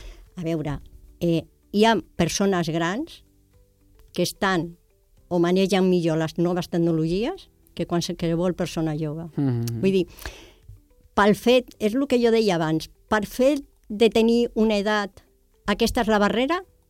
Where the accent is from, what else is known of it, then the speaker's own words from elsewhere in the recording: Sant Feliu de Llobregat, Catalonia, Spain; jo, com que vinc de Sant Feliu